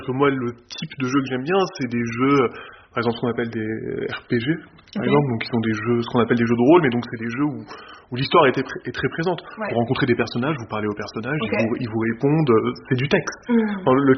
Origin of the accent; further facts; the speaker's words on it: Bethlehem, West Bank, Palestine; French is a second language; moved away as an adult; also born or lived in Jerusalem; now in France; Donc moi je suis né à Jérusalem, j'ai grandi à Bethléem, et ma famille vient de Bethléem.